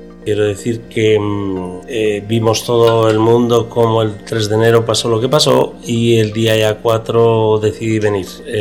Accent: Basque Country, Spain; moved away; vengo de Europa, pero siempre digo que soy vasco.

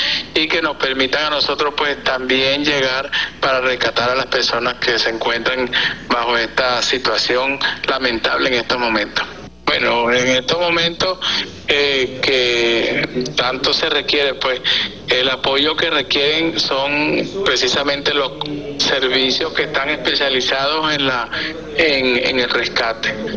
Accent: Venezuela; que nosotros podamos superar como venezolanos todas estas circunstancias que se nos ha presentado ante este evento natural

